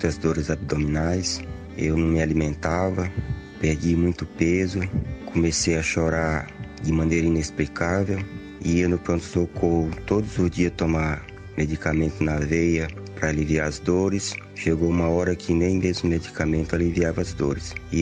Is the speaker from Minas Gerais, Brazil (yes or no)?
no; Carapicuíba, São Paulo, Brazil; sou aqui de Carapicuíba.